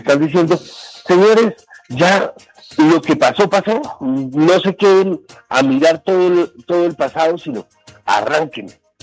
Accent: Colombia; yo soy colombiano, quiero que Colombia gane.

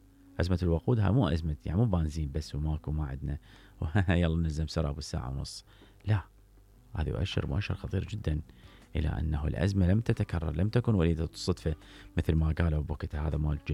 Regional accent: Iraq; نعاني من عتها إحنا كعراقيين

